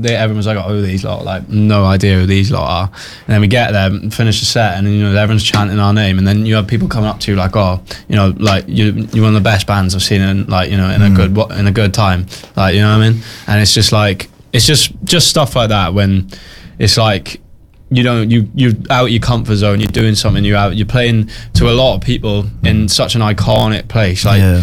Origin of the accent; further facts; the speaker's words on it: Wales, United Kingdom; now in Bristol, United Kingdom; I love living in Bristol, but I do miss like about Wales